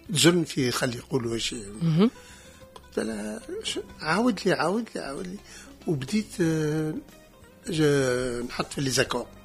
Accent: Tunisia

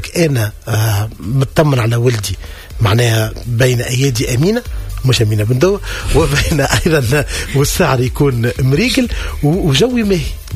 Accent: Tunisia; مواطنين توانسه

